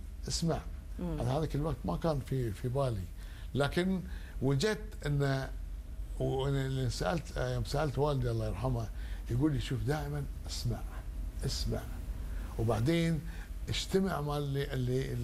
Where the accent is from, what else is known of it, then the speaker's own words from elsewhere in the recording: Bahrain; انا يوم كنت صغير في المدرسه في البحرين يعني كان عمري خلينا نقول 10 سنوات 11 سنه